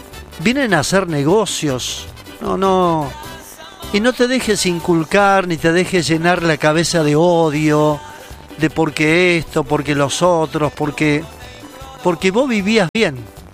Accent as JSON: {"language": "Spanish", "country": "Argentina", "said": "Somos todos los argentinos los que conformamos la República Argentina."}